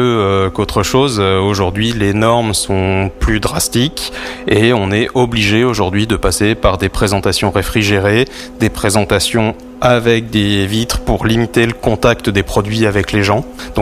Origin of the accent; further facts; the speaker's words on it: Saint-Pourçain-sur-Sioule, Auvergne-Rhône-Alpes, France; Je suis originaire de Saint-Pourçain, j'ai vu le vignoble Saint-Pourcinois se développer